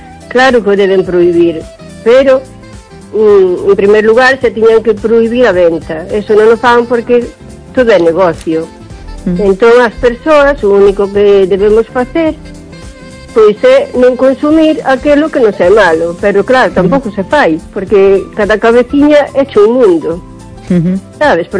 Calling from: O Carballiño, Galicia, Spain; de Carballiño.

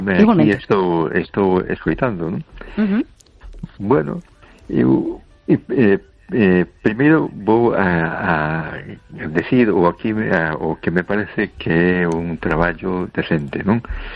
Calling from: A Coruña, Galicia, Spain; de Coruña.

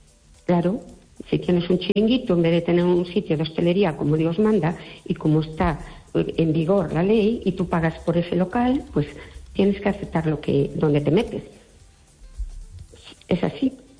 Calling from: Fene, Galicia, Spain; Hola, buenas noches

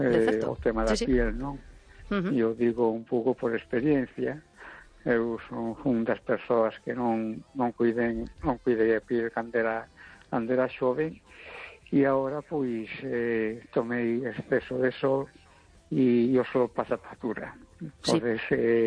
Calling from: A Coruña, Galicia, Spain; de Coruña.

